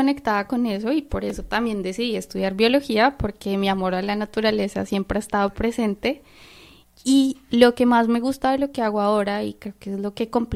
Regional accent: Bogotá, Colombia; yo crecí en Bogotá, que es la capital de Colombia, es una ciudad que tiene muchos árboles

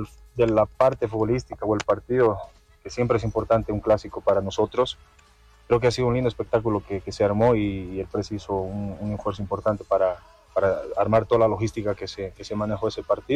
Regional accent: La Paz, Bolivia; de nosotros como paseños

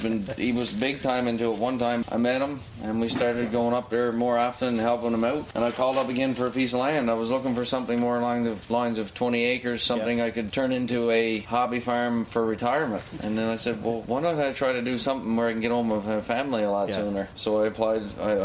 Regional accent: Parsons Pond, Newfoundland and Labrador, Canada; I'm from Parsons Pond originally. I grew up in a fishing community, and my grandmother was a big inspiration.

